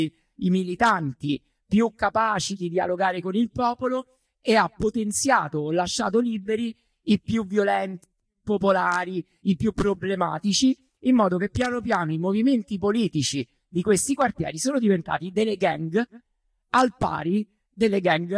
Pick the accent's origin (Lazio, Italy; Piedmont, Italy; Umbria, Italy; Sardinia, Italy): Lazio, Italy; Rome; Scusate, sono da Roma.